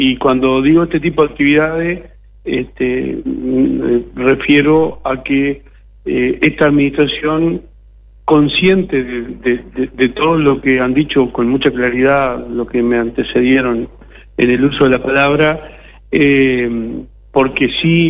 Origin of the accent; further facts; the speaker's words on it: Río Negro, Uruguay; somos medio jotarraño, de Río Negro